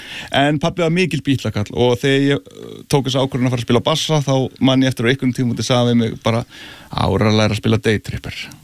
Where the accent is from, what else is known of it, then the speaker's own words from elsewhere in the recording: Reykjavik, Capital Region, Iceland; Já, ég ólst upp í Árbænum.